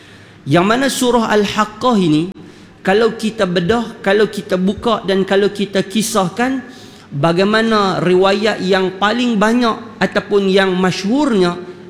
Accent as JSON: {"language": "Malay", "region": "Penang", "country": "Malaysia", "said": "Saya ni berasal daripada Pulau Pinang."}